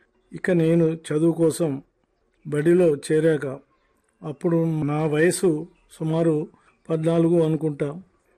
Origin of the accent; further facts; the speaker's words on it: Nandipet, Telangana, India; మాది నందిపేట గ్రామం.